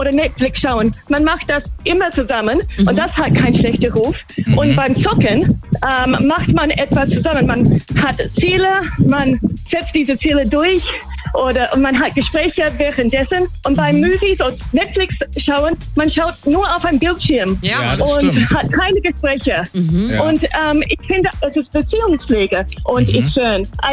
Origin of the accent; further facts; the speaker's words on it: Australia; German is a second language; now in Germany; Nee, eigentlich nicht. Ich komme aus Australien.